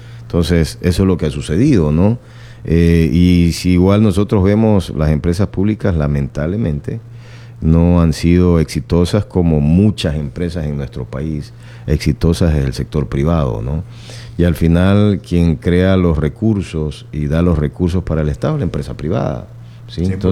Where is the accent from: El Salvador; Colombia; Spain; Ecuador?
Ecuador; El Guabo, El Oro; Sí, toda mi vida, ¿no? Ahí es donde he crecido, junto a toda la gente.